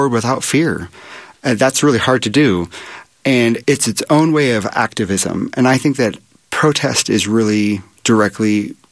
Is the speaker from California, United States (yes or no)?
no; Oregon, United States; I'm from Oregon. We have a lot of people that tie themselves to trees.